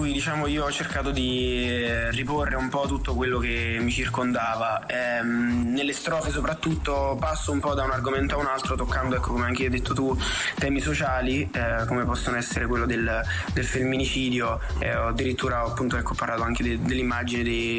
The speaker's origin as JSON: {"language": "Italian", "town": "Isernia", "region": "Molise", "country": "Italy", "tie": "born or raised there", "moved": "yes", "lives_now": "Milan, Italy", "said": "Io sono di Isernia, sì, però sono a Milano ora."}